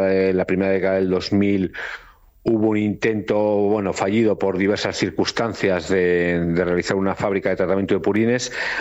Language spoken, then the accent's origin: Spanish; Carranza, Basque Country, Spain; Yo estoy orgulloso pues de mi gente, de mi pueblo